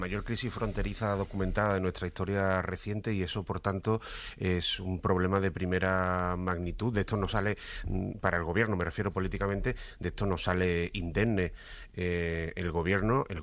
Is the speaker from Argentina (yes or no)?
no; Spain